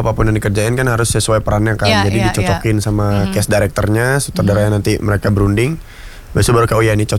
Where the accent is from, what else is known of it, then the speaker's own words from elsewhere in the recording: Bali, Indonesia; Apalagi aku dari Bali, aku orang Bali.